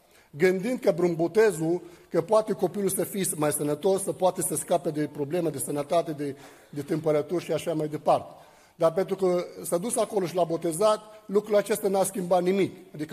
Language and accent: Romanian; Lebanon; moved away as an adult; now in Bucharest, Romania; sunt din Liban, m-am născut într-o familie de musulmani